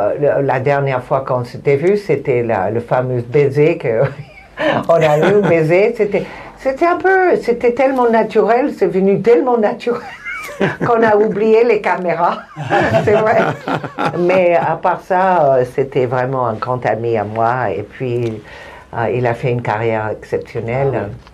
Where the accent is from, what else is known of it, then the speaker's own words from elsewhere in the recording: Mexico; moved away; moi je viens du Mexique, il est palestinien et moi aussi